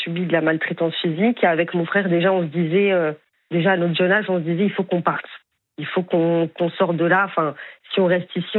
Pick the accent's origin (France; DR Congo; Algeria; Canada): France; c'est d'avoir d'être né en France. On a grandi en France, on avait les papiers français.